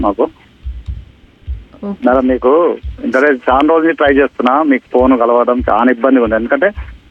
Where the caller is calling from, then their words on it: Nalgonda district, Telangana, India; మాది నల్గొండ జిల్లా నెమ్మాని గ్రామం మేడం మాది.